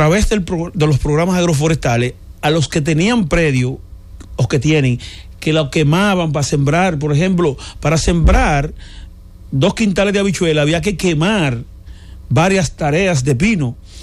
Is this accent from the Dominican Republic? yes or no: yes; Elías Piña, Dominican Republic; Elías Piña, yo soy de Elías Piña.